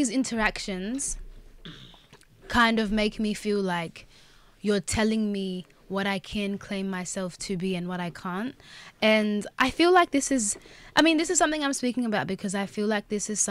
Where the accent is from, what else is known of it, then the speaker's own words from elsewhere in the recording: Australia; oh, you say that you're from Australia, that you grew up in Australia, but you don't sound Australian.